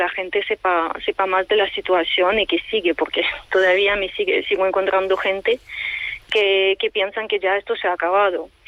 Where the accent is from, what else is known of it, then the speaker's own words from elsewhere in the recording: Kyiv, Ukraine; Spanish is a second language; Bueno, yo que soy de Kiev, veo espacios que son parte de mi vida, sí, que son sido destrozados o dañados